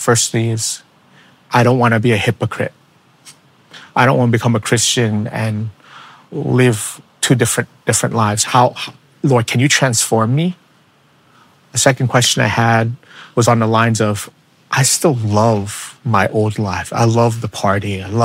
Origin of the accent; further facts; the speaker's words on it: New York City, New York, United States; I'm from the Bronx